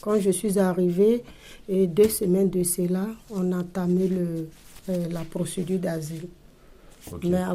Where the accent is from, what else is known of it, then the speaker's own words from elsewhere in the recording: Côte d’Ivoire; moved away as an adult; now in Marseille, France; Moi, je viens de la Côte d'Ivoire. Au sud de la Côte d'Ivoire.